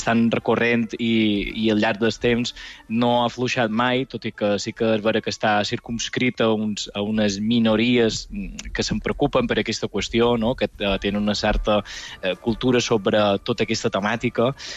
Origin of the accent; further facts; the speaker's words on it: Palma, Balearic Islands, Spain; però, òbviament, en ser mallorquí, jo som de Palma també